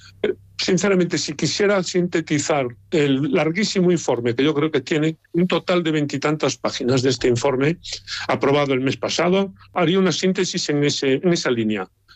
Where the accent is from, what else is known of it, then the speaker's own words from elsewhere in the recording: Galicia, Spain; siendo yo gallego